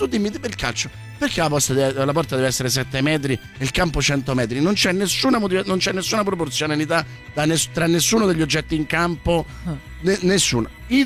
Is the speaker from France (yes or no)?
no; Slovenia; lo odio perché sono sloveno